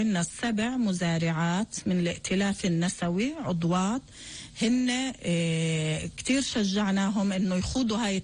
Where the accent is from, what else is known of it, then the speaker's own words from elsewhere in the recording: Palestine; وإحنا من فلسطين